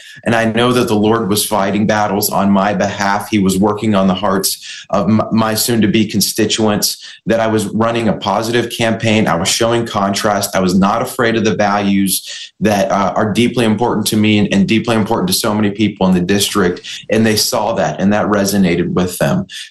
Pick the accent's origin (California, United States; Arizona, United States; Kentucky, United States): Kentucky, United States; I was born and raised here in Northern Kentucky. I come from a family of servant leaders. My grandparents started a church in the district over 40 years ago.